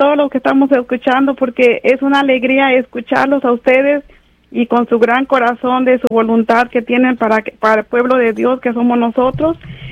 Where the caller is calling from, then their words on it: Kerman, California, United States; de Kerman.